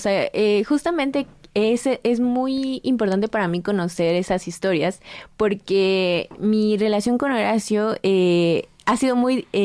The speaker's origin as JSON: {"language": "Spanish", "town": "Nicolás Romero", "region": "State of Mexico", "country": "Mexico", "said": "había visto que él vivía antes en Atizapán, que es muy cerca de donde yo soy, de Nicolás Romero"}